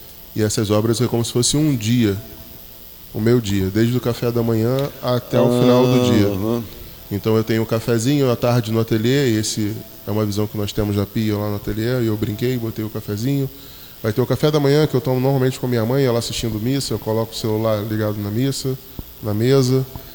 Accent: Cabo Frio, Rio de Janeiro, Brazil; Sou daqui de Cabo Frio.

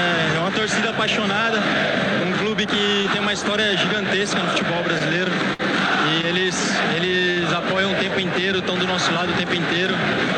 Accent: Brazil; moved away as an adult; fui embora do Brasil muito cedo, com meus 21, 22 anos

